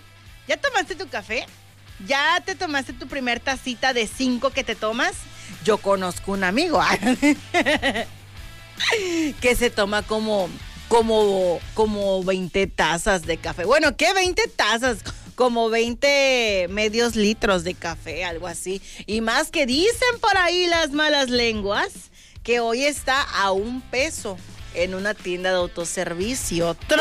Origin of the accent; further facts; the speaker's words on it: Mexico; como mexicanos, vale, que no tomamos.